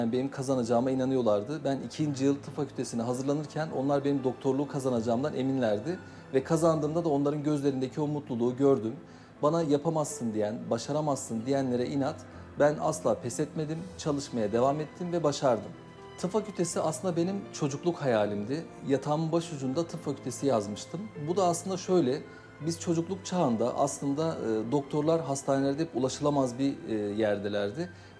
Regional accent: Gaziantep, Turkey; Gaziantep'te yaz tatillerinde genelde erkek çocuklar evde oturtulmaz ve bir yerlerde çalışmaya verilir. Benim de çocukluğum aslında öyle geçti.

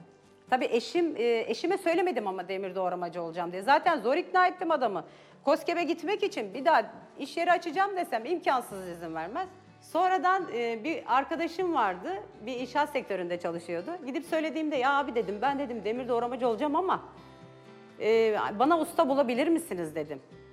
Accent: Kangal, Sivas, Turkey; Evliyim, iki çocuk annesiyim, Sivas Kangallıyım.

